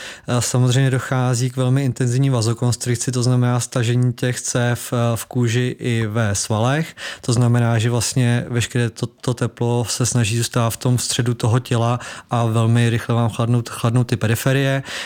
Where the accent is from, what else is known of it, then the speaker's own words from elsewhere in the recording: Vysočina Region, Czechia; jsem z Vysočiny a kousek od Jihlavy, kde bydlím